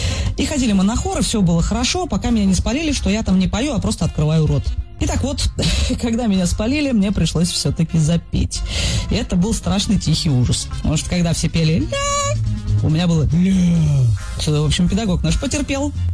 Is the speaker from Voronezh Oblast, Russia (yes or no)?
no; Kaliningrad Oblast, Russia; Я родилась в Калининградской области, училась в школе в небольшом городке на побережье.